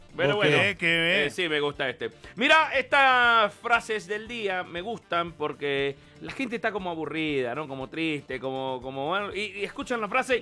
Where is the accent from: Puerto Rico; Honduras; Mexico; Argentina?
Argentina; Yo soy argentino.